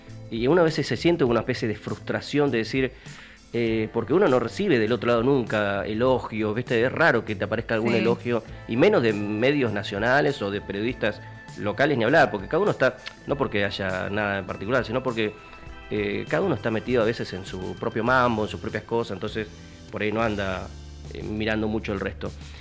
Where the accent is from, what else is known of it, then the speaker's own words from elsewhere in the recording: Argentina; obviamente nosotros pues somos argentinos